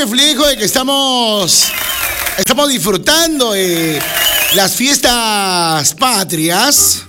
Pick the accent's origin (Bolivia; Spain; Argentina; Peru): Peru